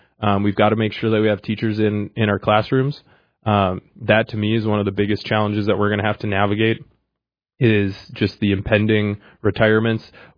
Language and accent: English; West Fargo, North Dakota, United States; I grew up in West Fargo.